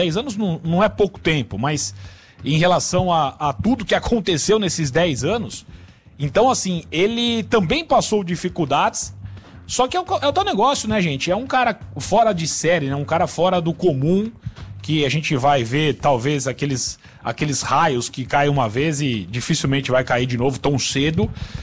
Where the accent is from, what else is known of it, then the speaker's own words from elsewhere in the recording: Brazil; nós brasileiros